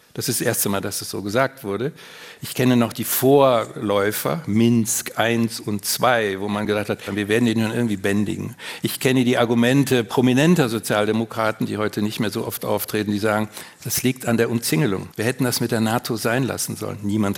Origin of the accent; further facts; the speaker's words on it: Cologne, North Rhine-Westphalia, Germany; Meine Heimatstadt Köln hat sich gerade damit berühmt gemacht